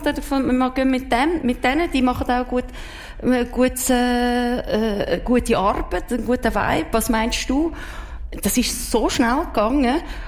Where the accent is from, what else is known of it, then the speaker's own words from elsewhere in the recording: Switzerland; weil ich bin doch eine Schweizerin.